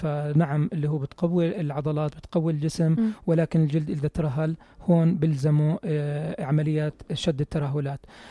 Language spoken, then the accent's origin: Arabic; Jordan; احنا بالأردن